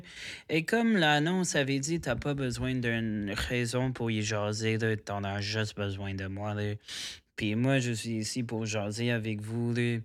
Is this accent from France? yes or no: no; Nova Scotia, Canada; first language English; French is a second language; also born or lived in Quebec City; que le français n'est pas ma langue première, là. Je suis d'origine acadienne, là, mais je suis quand même anglophone, là, mais... J'ai fréquenté les écoles du CSAP